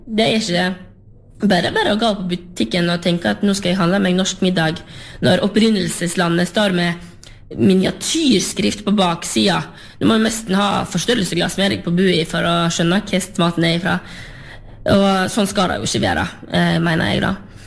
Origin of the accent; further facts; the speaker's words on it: Vestland, Norway; som jeg kommer jo selv ifra Lerigard på Sørheim, og jeg ser hva store ringvirkninger landbruket har i et lokalsamfunn, eller mange av de lokalsamfunnene som jeg har i Lustra